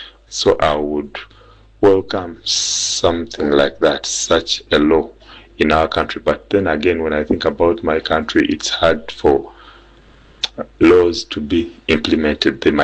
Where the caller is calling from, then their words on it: Kampala, Central Region, Uganda; from Kampala, Uganda.